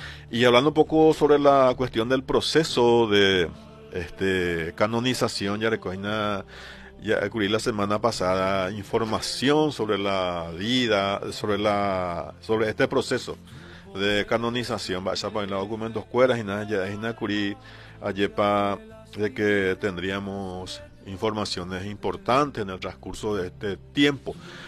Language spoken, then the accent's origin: Spanish; Paraguay; nos está haciendo perder nuestra esencia como paraguayo, como pueblo de bien, como pueblo cristiano.